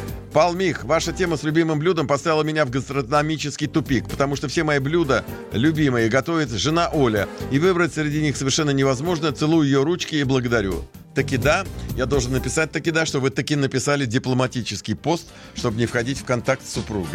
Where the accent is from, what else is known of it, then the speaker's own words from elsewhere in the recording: Central Russia, Russia; Мы, люди средней полосы, так сказать, для нас она корюшка